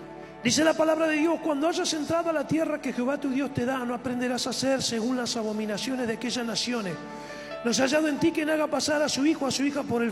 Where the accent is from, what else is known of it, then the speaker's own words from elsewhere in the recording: Centenario, Neuquén, Argentina; yo soy nacido en Centenario, allí en Neuquén, provincia de Neuquén.